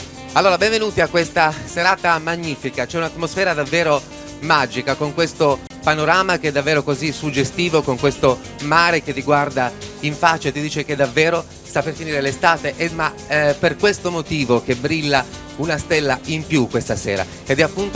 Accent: Lecce, Apulia, Italy; Lo dico io, che sono leccese.

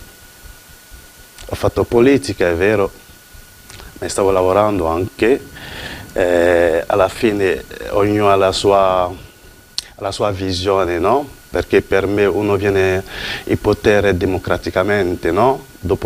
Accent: Dimbokro, Lacs, Côte d’Ivoire; born there; Italian is a second language; sono nato a Dimocura, al centro della Costa d'Avorio, una città bellissima

